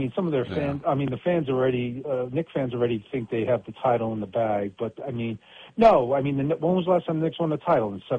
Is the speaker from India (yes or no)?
no; Canada; obviously I'm a Canadian